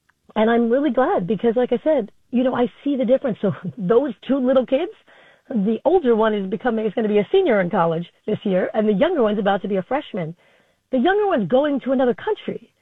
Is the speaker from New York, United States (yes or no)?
yes; Flushing, New York, United States; I grew up in Flushing. I'd walk home from the park all the time